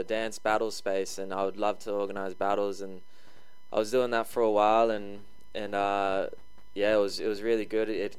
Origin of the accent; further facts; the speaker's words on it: Brisbane, Queensland, Australia; moved away as an adult; now in Thursday Island, Australia; yeah, I was born here in the Torres Straits and on Thursday Island, and I grew up a lot in Brisbane, but I would always maintain connection back up here and flying like every school holidays, and then I decided to move back properly 2 years ago